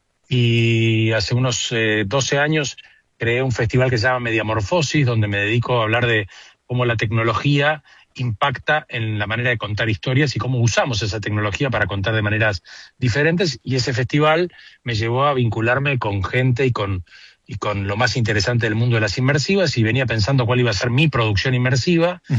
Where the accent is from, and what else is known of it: Argentina